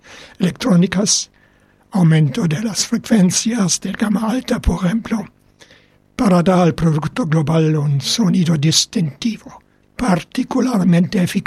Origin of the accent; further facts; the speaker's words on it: United Kingdom; Spanish is a second language; Yo, siendo británico, y algunos van a decir ahora, y eso es Queen's English, este es el inglés de Inglaterra.